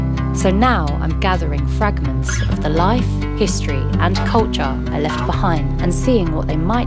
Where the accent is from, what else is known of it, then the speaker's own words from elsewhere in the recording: Essex, East of England, United Kingdom; also born or lived in Chengdu, China; I flew with my new family to the UK, specifically Essex. That's right, babe. For a long time, being adopted from China was the last thing I wanted to talk about. I'm British, not born, but bred.